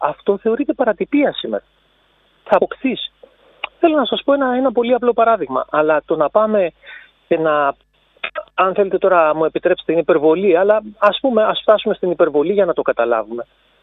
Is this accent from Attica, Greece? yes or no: no; Volos, Thessaly, Greece; να την πω σαν Βολιώτης και εγώ μετά από τόσα χρόνια που αγαπάω αυτόν τον τόπο